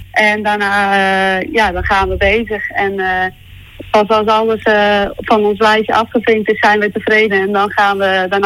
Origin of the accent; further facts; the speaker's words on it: Friesland, Netherlands; Ties en ik komen beide uit Diekel.